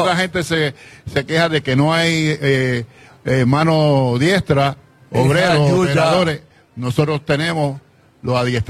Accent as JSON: {"language": "Spanish", "country": "Puerto Rico", "said": "Lamentablemente, pues lo siento como puertorriqueño"}